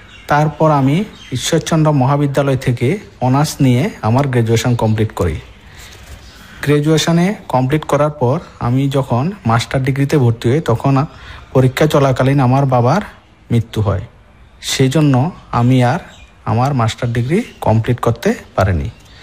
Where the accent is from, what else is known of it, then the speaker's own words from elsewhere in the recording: Tripura, India; আমার বাড়ি বিচ্ছন্নমনো পঞ্চায়েত পাড়ায়।